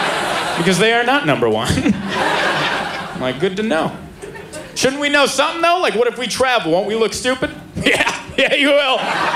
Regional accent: United States; The only weird part of being out there is being the American.

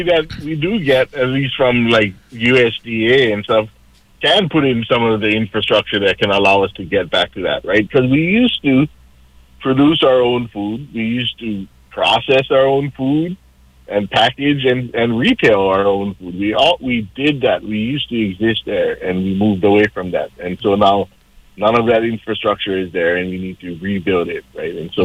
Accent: Hawaii, United States

